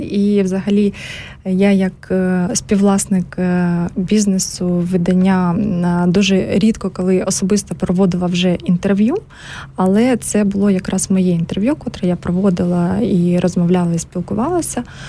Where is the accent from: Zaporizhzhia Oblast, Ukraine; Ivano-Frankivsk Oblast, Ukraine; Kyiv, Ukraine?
Zaporizhzhia Oblast, Ukraine; Zaporizhzhia; moved away as an adult; now in Switzerland; Народилася я в Запоріжжі, все життя жила в Запоріжжі.